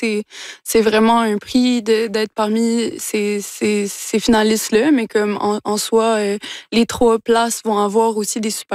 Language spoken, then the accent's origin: French; Gaspé, Quebec, Canada; Moi, je suis née à Gaspé, mais j'ai un père argentin, immigrant mais au Mexique, ensuite immigrant au Canada.